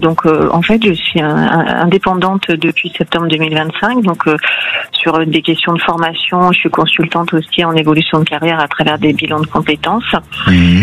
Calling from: Aix-en-Provence, Provence-Alpes-Côte d'Azur, France; je vous appelle d'Aix-en-Provence.

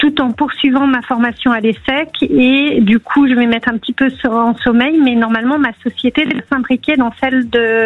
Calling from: Île-de-France, France; Je suis proche de Paris

